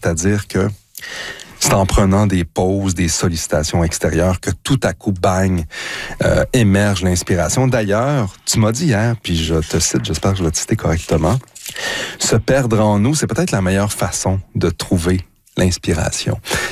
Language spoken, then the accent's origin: French; Drummondville, Quebec, Canada; born or raised there